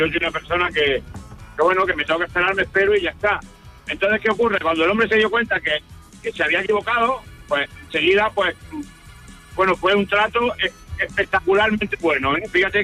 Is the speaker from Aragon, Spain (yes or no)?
no; Seville, Andalusia, Spain; Pues entre Valdepeña y Manzanares estoy. Vengo de Sevilla, mi arma.